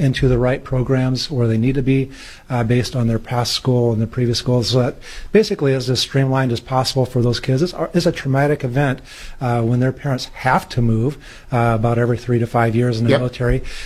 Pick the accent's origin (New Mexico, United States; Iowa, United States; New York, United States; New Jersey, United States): Iowa, United States; I grew up in Iowa, and so I stayed there a good portion about